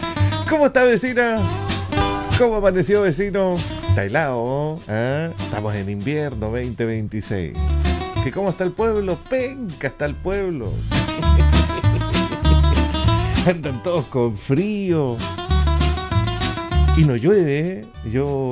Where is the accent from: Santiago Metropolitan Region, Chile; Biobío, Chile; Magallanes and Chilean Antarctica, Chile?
Magallanes and Chilean Antarctica, Chile; now in Aysén, Chile; Bueno, en mi tierra Magallanes, comunidad croata, yugoslavos hay.